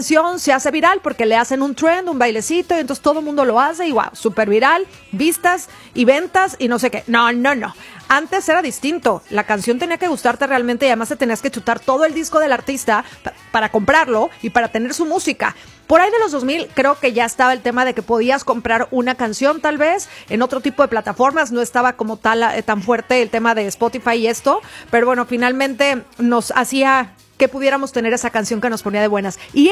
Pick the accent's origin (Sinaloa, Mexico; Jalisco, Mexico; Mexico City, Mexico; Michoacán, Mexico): Sinaloa, Mexico; Mazatlán; los que somos de Mazatlán o que somos acá de Sinaloa